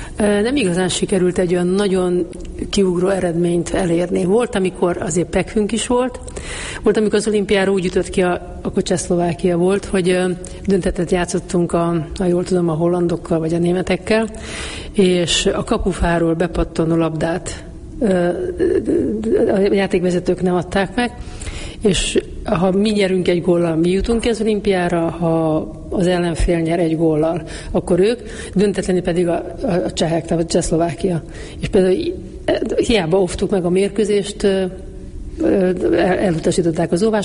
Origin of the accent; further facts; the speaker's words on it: Mezőbánd, Mureș County, Romania; ez egy nagy község ez a Mezőbánd, ahol én születtem, és 13 évesen bekerültem Marosvásárhelyre